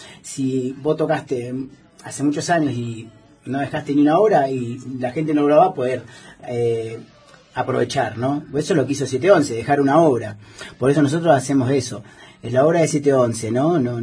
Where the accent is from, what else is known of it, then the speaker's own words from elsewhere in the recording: Esquel, Chubut, Argentina; also born or lived in Buenos Aires; Yo nací en Buenos Aires, me crié acá en Esquel